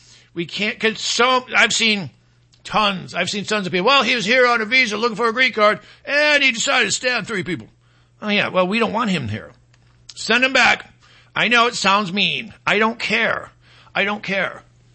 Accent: Michigan, United States; moved away; my home state of Michigan.

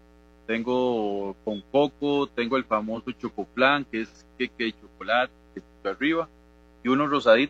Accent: Guadalupe, Cartago, Costa Rica; Yo soy de Guadalupe, Cartago.

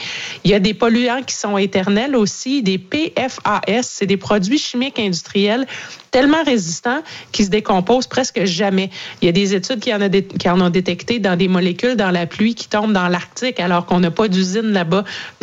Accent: Canada; chez nous, au Canada

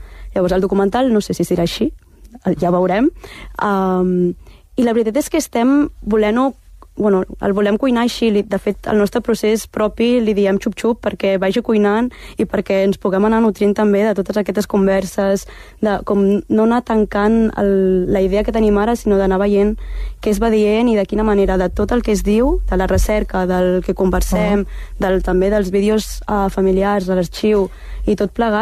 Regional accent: Tarragona, Catalonia, Spain; A més, som de Tarragona, havíem d'anar a Reus

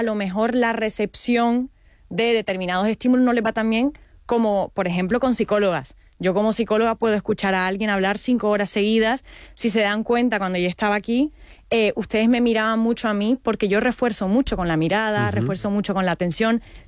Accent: Caribbean coast, Colombia

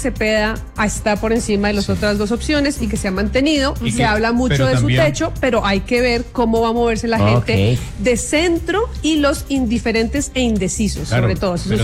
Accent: Colombia; Es como que como colombianos nos están preguntando de qué lado se siente más seguro

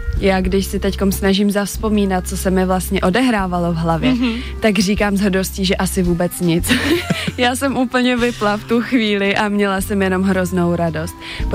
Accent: Moravia, Czechia; Jsem z Moravy, pardon.

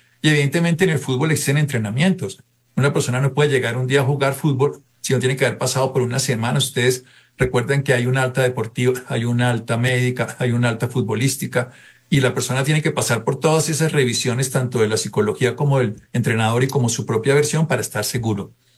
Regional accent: Colombia

